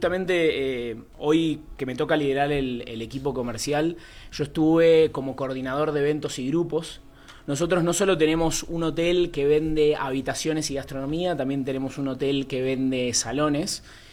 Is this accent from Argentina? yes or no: yes; Buenos Aires, Argentina; now in Mexico City, Mexico; Soy argentino de Buenos Aires, tengo 33 años.